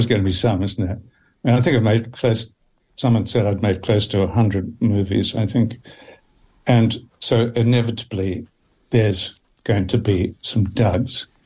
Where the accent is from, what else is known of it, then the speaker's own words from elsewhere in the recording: Dunedin, Otago, New Zealand; I grew up in Dunedin, and in Dunedin, you never really imagined that you would have like I did, a career on the screen of one kind or another.